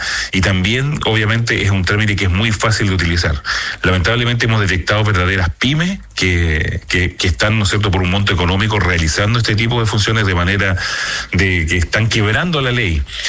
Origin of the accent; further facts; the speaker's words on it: Rapa Nui, Valparaíso, Chile; era netamente para conseguir un cupo para habilitarse y poder residir en este territorio que es mi tierra de Rapa Nui.